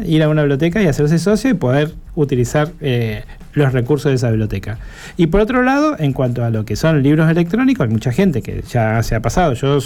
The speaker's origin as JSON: {"language": "Spanish", "town": "Bahía Blanca", "region": "Buenos Aires Province", "country": "Argentina", "also_born_or_lived": "Córdoba", "said": "Me fui a vivir a Córdoba para estudiar eso. Después volví de nuevo a Bahía Blanca. Como decías que soy de Bahía Blanca."}